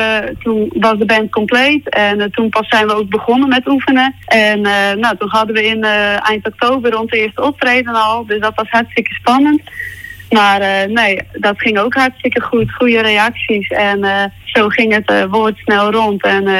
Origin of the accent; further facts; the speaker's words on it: Friesland, Netherlands; Ties en ik komen beide uit Diekel.